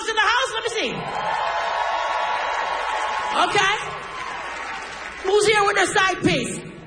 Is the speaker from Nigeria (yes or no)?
no; Toronto, Ontario, Canada; And I'm from Jane and Finc